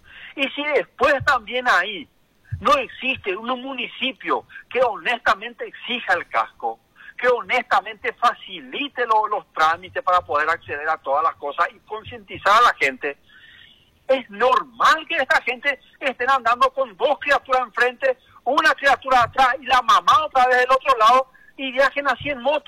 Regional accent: Paraguay; los paraguayos no reaccionamos.

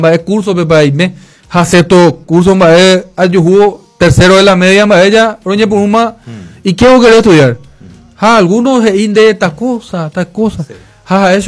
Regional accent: Paraguay

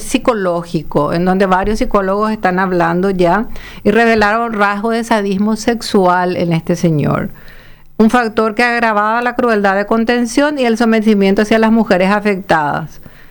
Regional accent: Alto Paraná, Paraguay; yo soy del Alto Paraná, yo soy de la frontera

